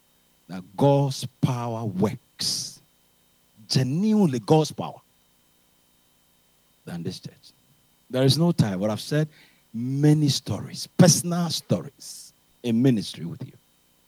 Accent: Ghana; I'm coming from West Africa. Specifically Ghana.

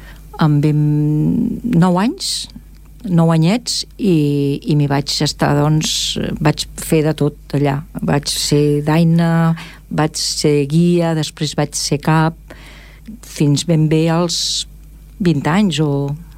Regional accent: Esplugues de Llobregat, Catalonia, Spain; born there; first language Catalan; ens anàvem a córrer pels camps i tot eren camps, no? Tot, i just al voltant de la Plana, per anant cap al barri de Sant Feliu, per allà on hi ha el metro ara de Boixeres, tot allò, doncs, a veure, eren descampats

